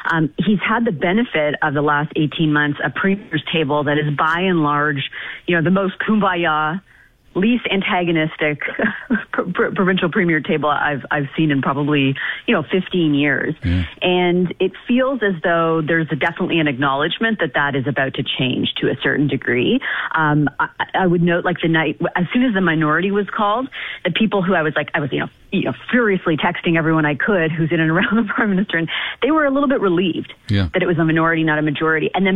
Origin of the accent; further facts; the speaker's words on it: Canada; Maybe a little troubling as a Canadian.